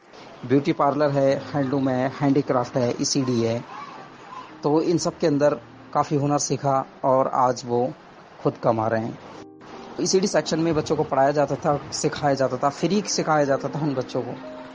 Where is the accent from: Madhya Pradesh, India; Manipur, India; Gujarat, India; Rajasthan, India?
Rajasthan, India; Gijgarh; मैं राजस्थान के दौसा जिले के सिकराय तहसील के गिजगढ़ गांव का रहने वाला हूँ